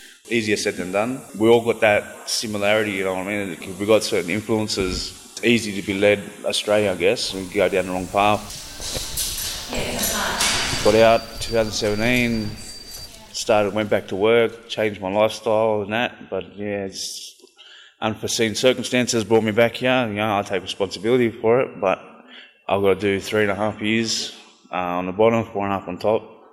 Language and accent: English; Liverpool, New South Wales, Australia; now in Miller, Australia; I'm from Miller, 2168. Dungutty, man. Dad grew up in La Perouse and born and raised in Liverpool area.